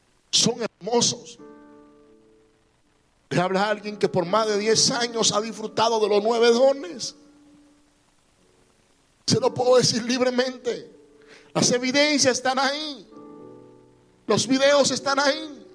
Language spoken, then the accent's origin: Spanish; Dominican Republic; a mis 14 años, sentado en la mesa con mi madre, en República Dominicana cocinamos algo que le llamamos moro